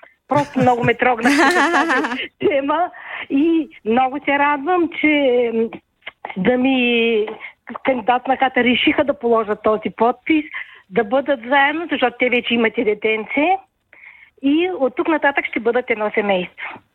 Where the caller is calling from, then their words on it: Varna, Varna Province, Bulgaria; съм от Варна.